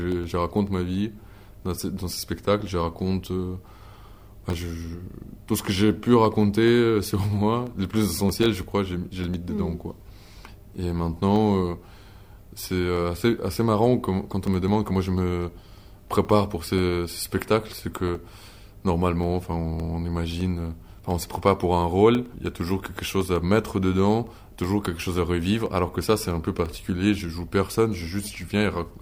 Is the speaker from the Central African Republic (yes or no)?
no; Ukraine; French is a second language; moved away as an adult; also born or lived in Moscow; now in France; en étant ukrainien, réfugié ukrainien en France